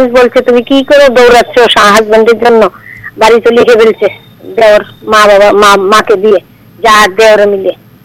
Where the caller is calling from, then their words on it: India; জয়নগর দশমী ঘাট থেকে।